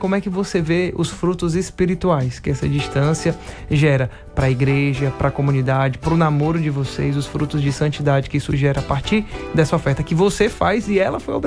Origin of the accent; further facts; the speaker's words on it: Fortaleza, Ceará, Brazil; Minha mãe é consagrada em outra comunidade, na comunidade de Aliança, lá em Fortaleza, de onde eu vim.